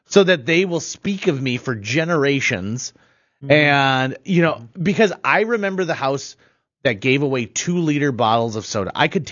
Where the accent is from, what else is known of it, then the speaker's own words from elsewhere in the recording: United States; Dude, I also grew up in the Clara Barton area. It was fantastic.